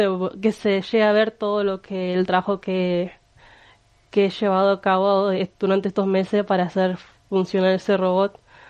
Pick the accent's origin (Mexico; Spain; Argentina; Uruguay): Argentina; Paraná, Entre Ríos; Soy de Paraná y yo me recibí en la ENET 1 de técnica electrónica.